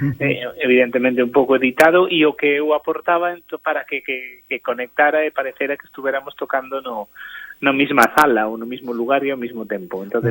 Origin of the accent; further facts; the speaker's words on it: Vimianzo, Galicia, Spain; Esta non me acaban de dar destino definitivo no meu pobo, en Vimianzo, donde empezo a partir do 1 de setembro